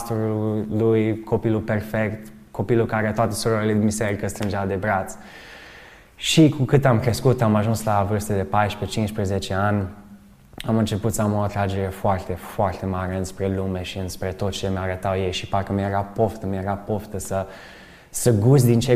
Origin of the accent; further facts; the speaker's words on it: Mediaș, Sibiu County, Romania; Eu am crescut în Mediaș până la vârstă de 13 ani.